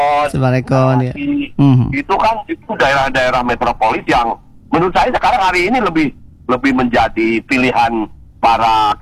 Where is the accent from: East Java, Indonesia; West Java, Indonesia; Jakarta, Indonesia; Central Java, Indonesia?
West Java, Indonesia; Kalijati; Saya tuh orang Subang, orang Kalijati